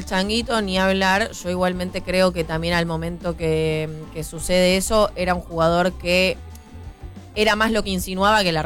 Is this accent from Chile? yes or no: no; Argentina